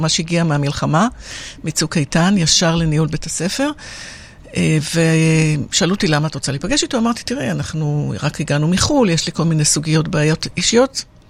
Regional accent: Tel Aviv, Tel Aviv District, Israel; also born or lived in Hong Kong; אני תל אביבית. גדלתי רוב חיי בתל אביב. חייתי בחול כמה סבבים. חייתי, הסבב האחרון היה 6 שנים בהונג קונג.

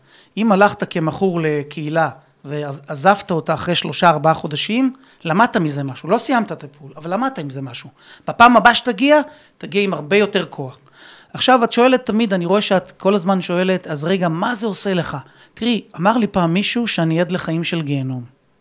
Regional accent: Rishon LeZion, Central District, Israel; אני נולדתי ברמת אליהו, שזו שכונה של ראשון. שכונה שהיא בעצם דומה מאוד לעיר אופקים. גם במבנה של האוכלוסייה שלה.

